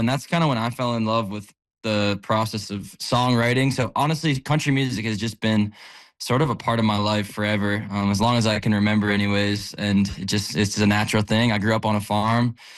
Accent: Mildmay, Ontario, Canada; So I grew up in Mildmay, Ontario. It's a town of 1,000 people

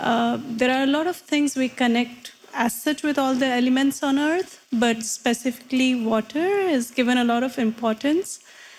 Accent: India; like I come from India, and in India, water is, it's treated as a goddess.

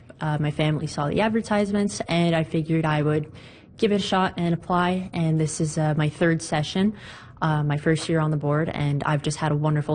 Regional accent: St. Mary's, Newfoundland and Labrador, Canada; I'm from Placentia St. Mary's.

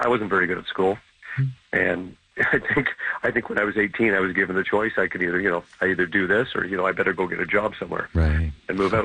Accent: Scarborough, Ontario, Canada; now in Whitby, Canada; I grew up in Scarborough, and I live in Whitby and downtown here.

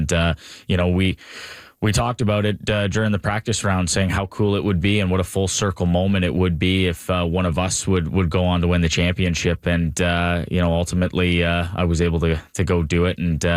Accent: Caledonia, Ontario, Canada; I'm 29 years old. I'm from Caledonia, Ontario.

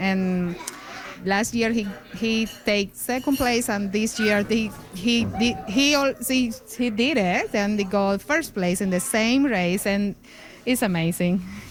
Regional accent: Cuba; English is a second language; now in Yellowknife, Canada; So we came for Yellowknife, and we are from Cuba. We have been here for almost 3 years.

